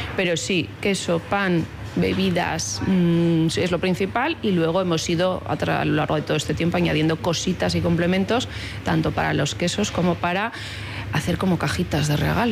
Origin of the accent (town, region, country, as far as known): Alicante, Valencian Community, Spain; born there